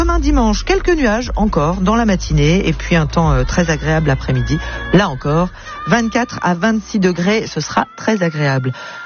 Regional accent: Italy

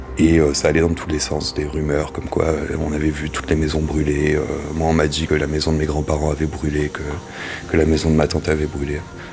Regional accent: Marseille, Provence-Alpes-Côte d'Azur, France; je suis originaire de l'Estaque. Ma maison n'a pas brûlé. J'ai grandi ici, je suis jardinier.

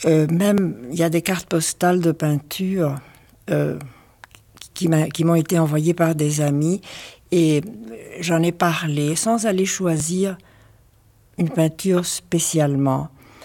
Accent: Argentina; French is a second language; lorsque je suis arrivée d'Argentine, je considère que j'appartiens au Río de la Plata, qui est ce fleuve qui sépare l'Uruguay de l'Argentine. D'un côté, c'est le pays de ma mère, de l'autre côté, c'est le pays de mon père

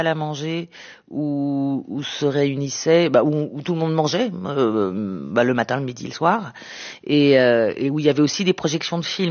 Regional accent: Sarcelles, Île-de-France, France; born there; c'était Sarcelles. J'étais choquée, scandalisée qu'on puisse parler de mon village natal ainsi.

